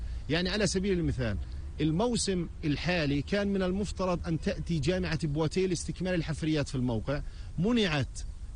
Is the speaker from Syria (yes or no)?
no; Palestine; نحن كفلسطينيين لدينا ما لدينا من الخبرات والطاقات الفلسطينية